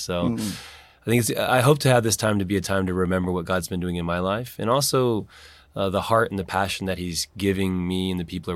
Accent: South Korea; English is a second language; I always would start off with … from South Korea.

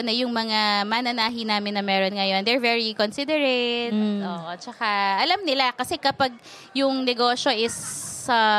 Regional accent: Santo Tomas, Pampanga, Philippines; we're from Pampanga, di ba?

